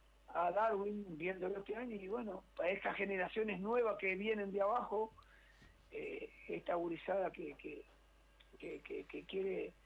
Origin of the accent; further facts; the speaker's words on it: Uruguay; born there; moved away as an adult; quería que mis hijos me vieran en la selección de mi pueblo, donde yo había nacido